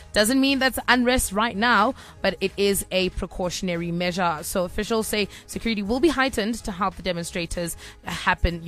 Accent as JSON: {"language": "English", "country": "South Africa"}